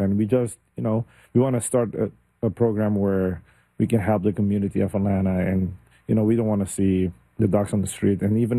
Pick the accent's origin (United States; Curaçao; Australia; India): Curaçao; bringing back the tradition that how I grew up in Curacao.